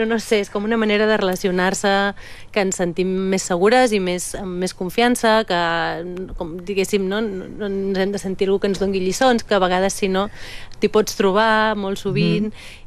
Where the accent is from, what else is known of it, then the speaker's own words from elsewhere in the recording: Tona, Catalonia, Spain; also born or lived in Manlleu; jo sóc de Manlleu, de Tona